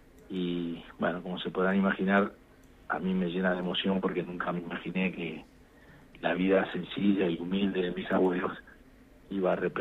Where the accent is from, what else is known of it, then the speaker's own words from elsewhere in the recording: Paraná, Entre Ríos, Argentina; moved away; yo me fui a mi casa de Paraná, donde yo nací